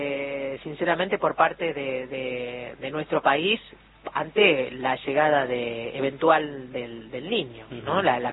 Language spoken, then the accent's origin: Spanish; Córdoba, Argentina; now in Paraná, Argentina; que vive en Paraná.